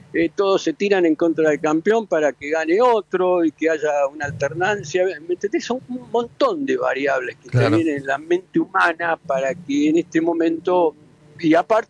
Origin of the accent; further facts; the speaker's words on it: Argentina; en mi caso y en cualquier argentino, pesa el hecho de la nacionalidad.